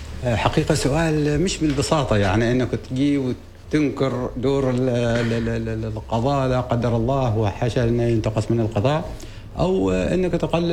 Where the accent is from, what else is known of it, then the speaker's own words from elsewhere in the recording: Oman; احنا كعمانيين وعرب ومسلمين